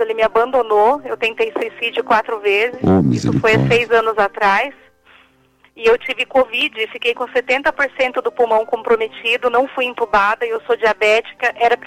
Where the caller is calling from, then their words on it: Campinas, São Paulo, Brazil; Eu falo de Campinas